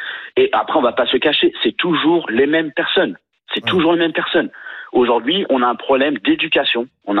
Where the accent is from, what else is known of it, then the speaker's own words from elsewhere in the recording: Trappes, Île-de-France, France; moi, j'ai grandi à Trappes.